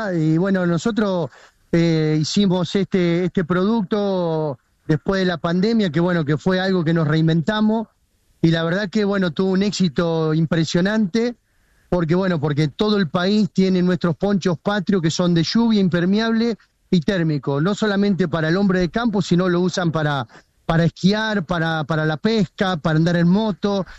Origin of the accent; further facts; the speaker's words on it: Firmat, Santa Fe, Argentina; soy de Firmá, provincia de Santa Fe.